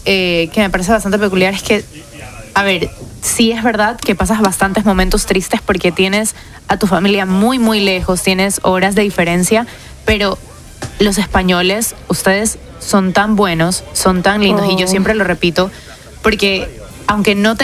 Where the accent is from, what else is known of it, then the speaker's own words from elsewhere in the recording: Ecuador; now in Spain; yo soy de Ecuador. Entonces, claro, estoy en otro continente.